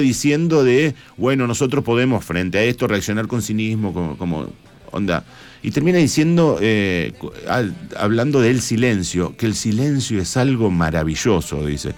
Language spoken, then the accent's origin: Spanish; Argentina